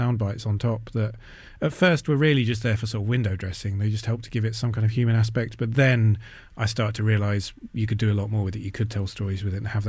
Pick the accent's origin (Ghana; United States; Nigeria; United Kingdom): United Kingdom; England; I'm being very English